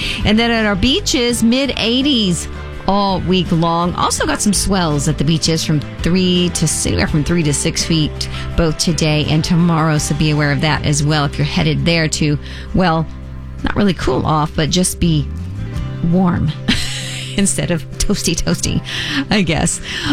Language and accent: English; Houston, Texas, United States; You remember, I came from Houston, and so by, like, I don't know, into April, 1st of May, it's like 95 and 100% humidity.